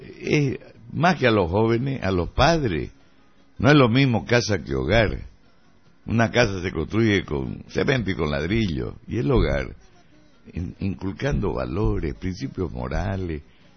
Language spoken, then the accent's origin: Spanish; Santa Cruz, Bolivia; Jóvenes de mi pueblo, yo sé que este programa tiene audiencia y seguidores. A los jóvenes de mi pueblo les digo que ustedes no son el futuro. Son el presente de Santa Cruz y de Bolivia.